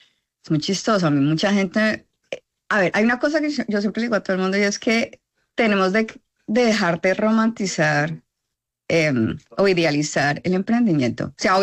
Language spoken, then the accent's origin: Spanish; Neiva, Huila, Colombia; moved away; Yo soy de Neiva, huilense, lo conozco en Boston en el 2007